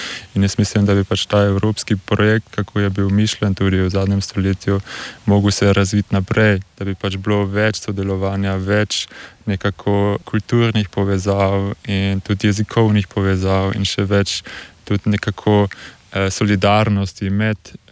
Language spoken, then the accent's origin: Slovenian; Bleiburg, Carinthia, Austria; Pač jaz sem iz Piberka in sem tam odraščal in potem vedno gledal dol iz hriba tam na tisto polje